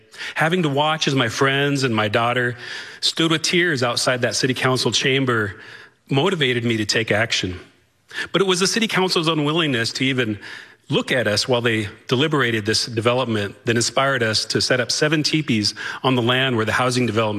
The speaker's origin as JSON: {"language": "English", "region": "South Dakota", "country": "United States", "tie": "born or raised there", "moved": "yes", "lives_now": "Lincoln, Nebraska, United States", "said": "I grew up in South Dakota. I live now in Lincoln."}